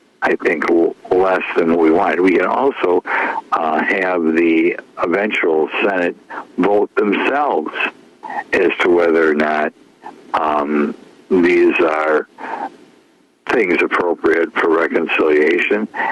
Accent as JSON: {"language": "English", "region": "Wisconsin", "country": "United States", "said": "I'm from Wisconsin, so I'm only a little bit prejudiced"}